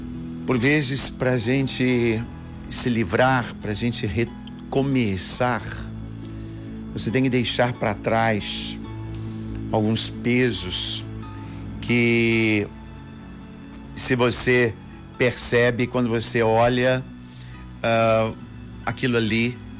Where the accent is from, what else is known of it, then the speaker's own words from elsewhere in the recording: Minas Gerais, Brazil; para nós que somos de Minas, né?